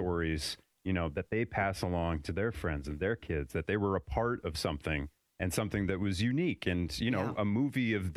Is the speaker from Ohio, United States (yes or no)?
no; Greencastle, Indiana, United States; So I grew up here in Greencastle with all of those stories.